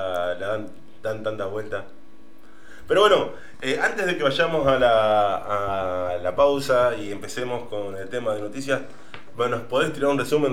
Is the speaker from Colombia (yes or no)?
no; Argentina; somos argentinos, vamos, no somos tibios los argentinos.